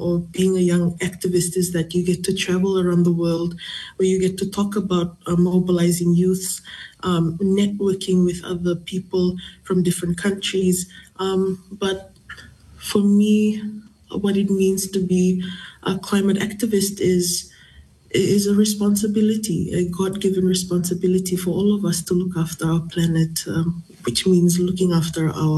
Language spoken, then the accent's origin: English; Fiji; I'm from the Matangali Naingoro, Yavusanayamunu, Viwambaltailevo. I also share maternal links to Malhaa, Upu, Pepua, in Rutuma.